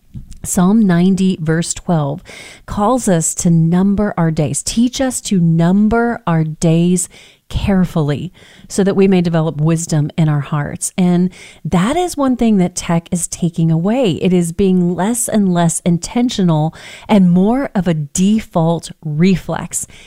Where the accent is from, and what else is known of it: United States